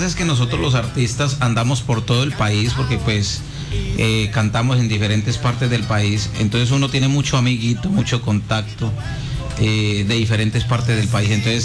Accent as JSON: {"language": "Spanish", "town": "Tello", "region": "Huila", "country": "Colombia", "tie": "born there", "moved": "yes", "lives_now": "Villavicencio, Colombia", "said": "El proyecto es un álbum que se va a llamar San Andrés Tello, en honor a mi pueblo."}